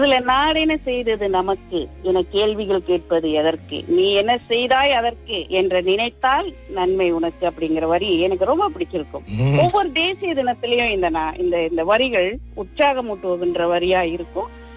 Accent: Sitiawan, Perak, Malaysia; also born or lived in Kedah; நான் சித்தியாவான்ல பிறந்து வளர்ந்ததெல்லாம் சித்தியாவான்.

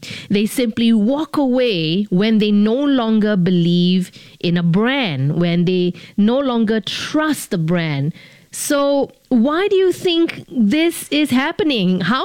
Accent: Singapore; Sound like all my exes will totally agree that I am very Singaporean in that respect.

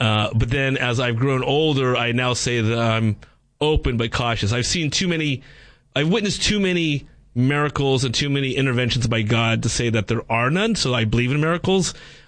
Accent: Shanghai, China; We're from Shanghai

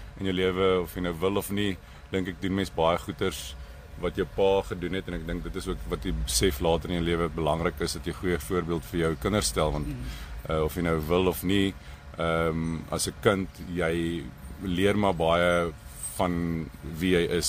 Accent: Pretoria, Gauteng, South Africa; En ons het groot geword hier in Pretoria, nie ver van hier af nie, in Ferry Glen.

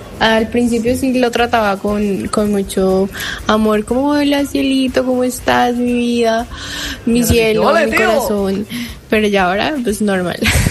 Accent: Colombia; moved away as an adult; now in Spain; nos damos cuenta que en otros lados no son tan melosos como somos nosotros los colombianos. Yo vivo en España hace 3 años

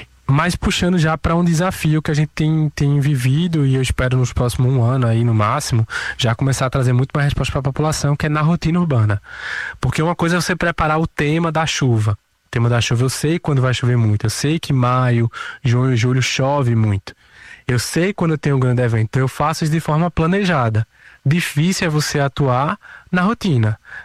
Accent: Pernambuco, Brazil; now in Recife, Brazil; eu não sou natural de Recife, eu sou do interior do estado. Então, quando eu vim estudar aqui na Universidade Federal

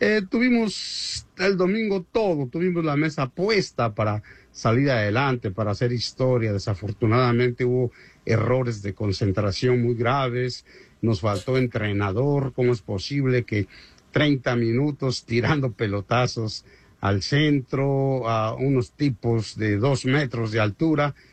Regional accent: Mexico; Los muchachos dejaron todo en la cancha y eso es un orgullo para mí como mexicano.

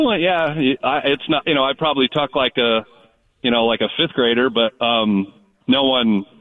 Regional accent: Albuquerque, New Mexico, United States; moved away as an adult; also born or lived in Dallas-Fort Worth, Texas / Germany; now in Brazil; growing up in Albuquerque

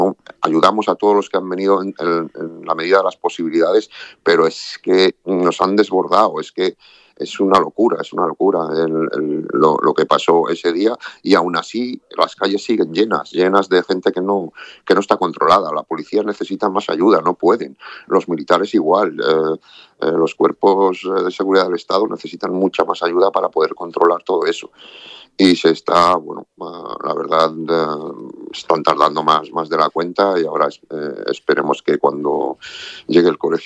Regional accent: Ceuta, Spain; nos lo estamos comiendo los ceutíes y no nos lo merecemos. Nosotros somos tan españoles como cualquiera en la península.

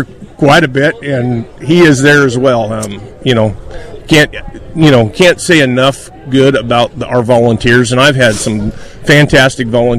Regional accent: Hermiston, Oregon, United States; also born or lived in Pendleton; grew up in this community. I'm from Hermiston

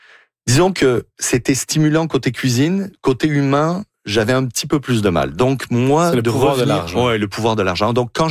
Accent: France; also born or lived in Quebec, Canada; Je suis né en France. Je suis arrivé ici avec mes parents, j'avais un an ou deux, et je suis reparti plus jeune. Je suis reparti vers 10 ans. J'ai fait mon apprentissage en France, donc j'ai vraiment partagé mon temps entre le Québec et la France.

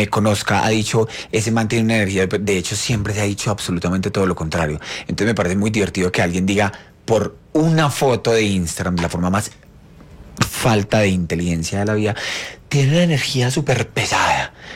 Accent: Colombia

